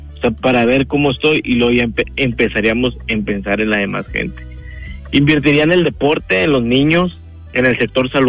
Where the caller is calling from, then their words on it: Monterrey, Nuevo León, Mexico; de Monterrey.